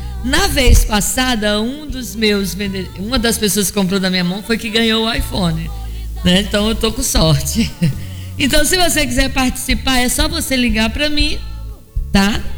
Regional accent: Vitória, Brazil; born there; also born or lived in São Benedito dos Maciéis; Na verdade, eu nasci aqui em Vitória, fui criada uma parte lá, mas meus primeiros passos na fé foi ali na igreja Assembleia de Deus, ali em São Benedito.

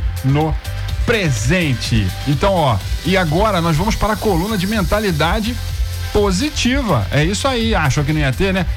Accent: Brazil; Nós somos brasileiros

